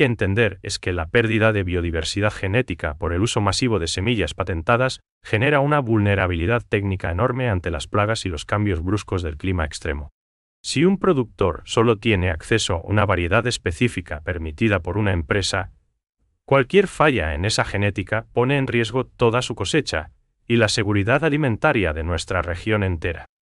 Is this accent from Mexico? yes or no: no; Paraguay; Para nosotros acá en Paraguay